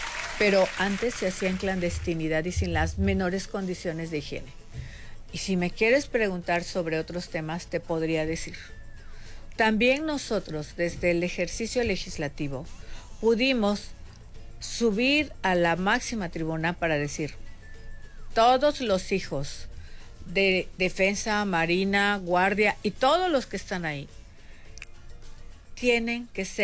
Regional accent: Mexico; Todos somos orgullosamente mexicanos.

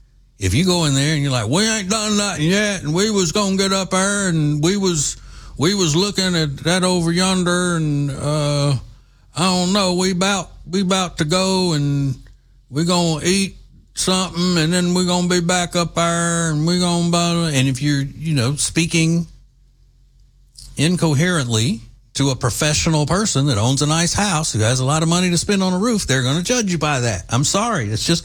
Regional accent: Southern United States, United States; accent: Southern; I knew that having a Southern accent

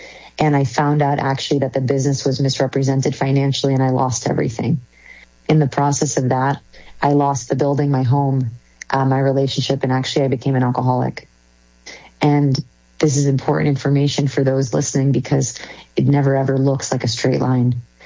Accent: Florida, United States; I was born in South Florida. I'm actually first generation American born. My family is Lebanese and they immigrated here from Sierra Leone, West Africa.

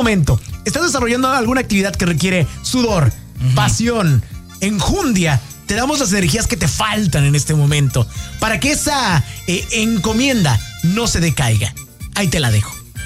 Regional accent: Mexico; Somos mexicanos.

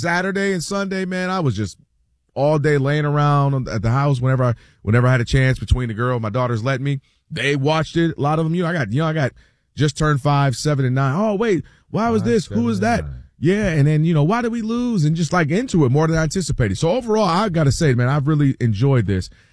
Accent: Ann Arbor, Michigan, United States; bro, you know, I'm from Ann Arbor. I watched every snap.

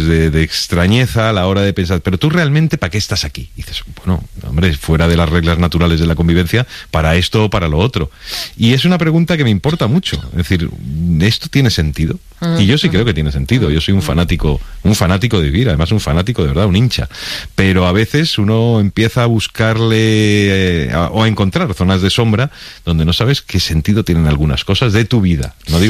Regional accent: Spain; Mi vida como ciudadano español, con todos los derechos y obligaciones

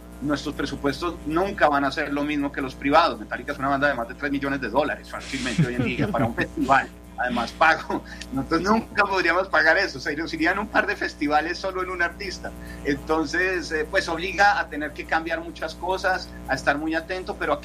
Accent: Colombia; nuestro país

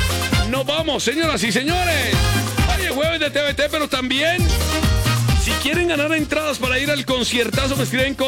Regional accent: Obando, Valle del Cauca, Colombia; Hey, pero la Unión Valle queda muy cerca de mi pueblo, de Obando Valle.

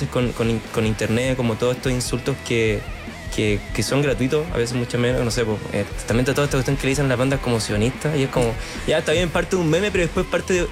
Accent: Chile; somos chilenos

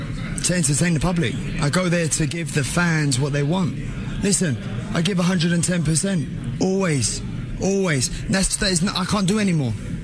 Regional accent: Mexico; No, pero yo soy más mexicano que él.

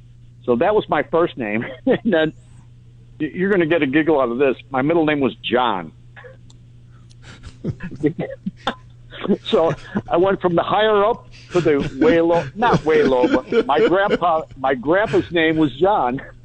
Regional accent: Wisconsin, United States; I grew up in Wisconsin.

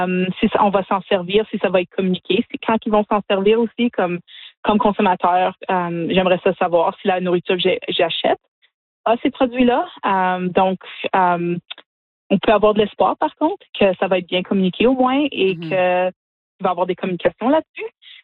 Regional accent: Sudbury, Ontario, Canada; nous, on vient de Sudbury. Donc, c'est une ville minière où on paye encore le prix pour certaines des choses qui sont passées dans le passé.

